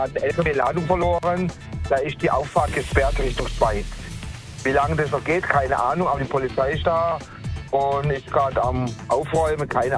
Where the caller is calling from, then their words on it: Rheinfelden, Baden-Württemberg, Germany; ich komme aus Rheinfelden.